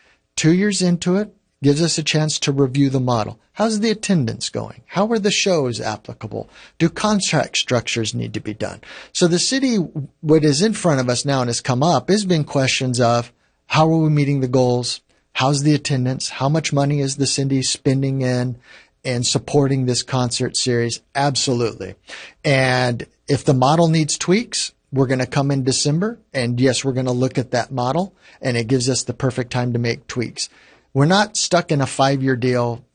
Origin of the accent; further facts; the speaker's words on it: Tulare, California, United States; I grew up in Tulare. In the city limits itself since 1888.